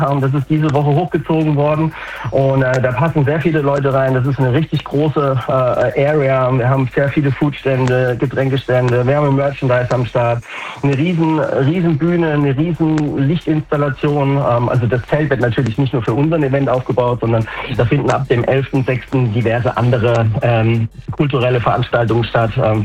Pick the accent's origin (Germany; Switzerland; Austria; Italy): Germany; Heidelberg, Baden-Württemberg; born there; Das ist in Heidelberg, in der Halle 02. Ich bin gebürtiger Heidelberger.